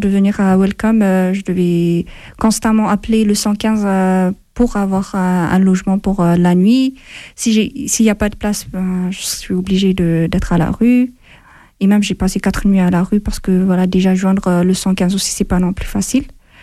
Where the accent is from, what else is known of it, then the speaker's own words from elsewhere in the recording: Addis Ababa, Ethiopia; French is a second language; moved away as an adult; now in France; j'ai 25 ans. Je viens de l'Éthiopie, j'ai suivi mes études, enfin, tout le long de... J'ai suivi un cursus français. C'est pour ça que je parle français. Normalement, on ne parle pas français en Éthiopie.